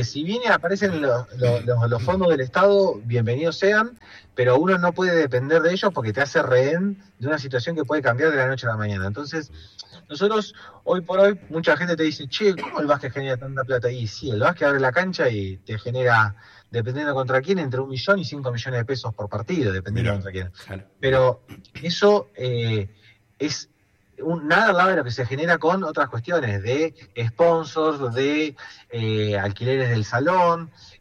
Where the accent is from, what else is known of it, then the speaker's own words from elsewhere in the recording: Cipolletti, Río Negro, Argentina; born there; now in Neuquén, Argentina; yo soy cipoleño, yo nací en Cipolete.